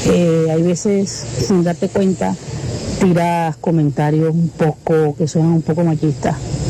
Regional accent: Canada; Oye, soy de Canadá.

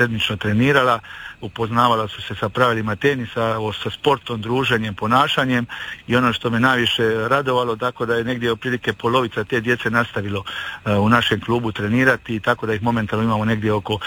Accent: Dubrovnik-Neretva County, Croatia; now in Dubrovnik, Croatia; ja sam porijeklom iz Dubrovačkog primorja

